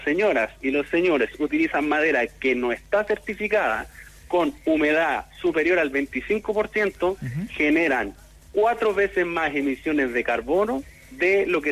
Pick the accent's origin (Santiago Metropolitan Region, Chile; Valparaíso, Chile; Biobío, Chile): Biobío, Chile; Concepción; Los que somos penquistas, mi viejo, los que somos penquistas estamos acostumbrados de que acá